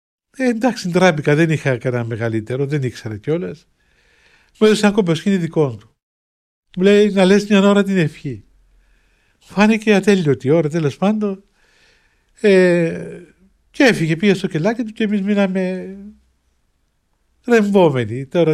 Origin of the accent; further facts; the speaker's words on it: Cyprus; Λέω, «Τη δική του γενιά, εγώ είμαι Κύπριος, μπορείς να είναι από την Κύπρο και δεν το ξέρω